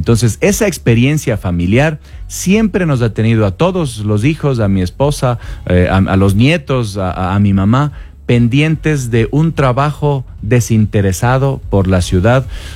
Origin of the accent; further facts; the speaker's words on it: Ibarra, Imbabura, Ecuador; Cuando yo estaba muy chiquito aquí en Ibarra, viajábamos bastante a Quito porque los familiares de mi mamá vivían por allá y trasladábamos allá. Pero yo siempre, querendón de mi tierra